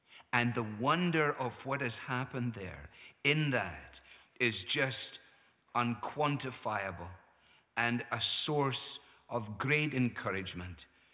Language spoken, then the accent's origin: English; Scotland, United Kingdom